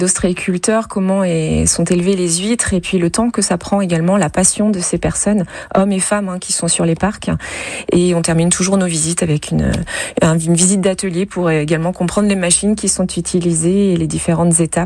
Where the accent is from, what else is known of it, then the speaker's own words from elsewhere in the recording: Normandy, France; chez nous en Normandie